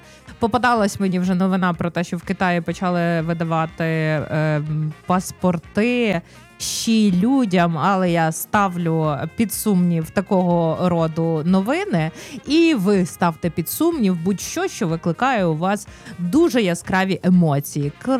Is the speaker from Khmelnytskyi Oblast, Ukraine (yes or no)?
no; Kyiv, Ukraine; як кияни, знаєш, це, щоб не плакати, ми сміялись